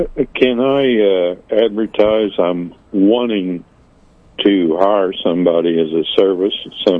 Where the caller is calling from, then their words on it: Missouri, United States; West of Sedalia.